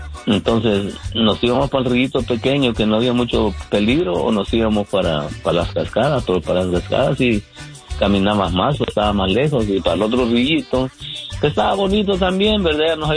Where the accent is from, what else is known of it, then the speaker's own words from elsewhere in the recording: Sonsonate, El Salvador; No, lo que pasa es que pues soy de esa área, ¿verdad? Y yo me daba cuenta, ¿y por qué allá abajo le dicen los tres ríos?